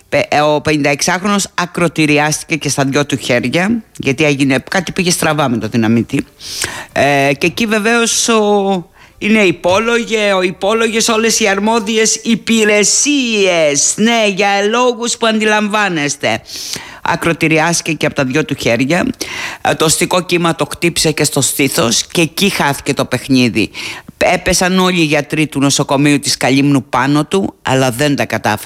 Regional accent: Crete, Greece; την πατρίδα μου την Κρήτη

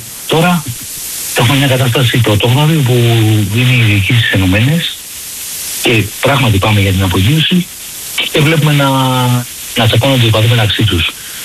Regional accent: Vyronas, Attica, Greece; επειδή είμαι από το Βύρονο και είναι γέννημα χρήμα.

